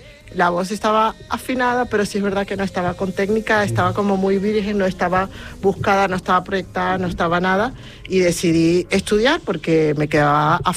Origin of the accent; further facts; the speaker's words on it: Venezuela; yo vengo de Venezuela. En Venezuela no se escucha normalmente jazz.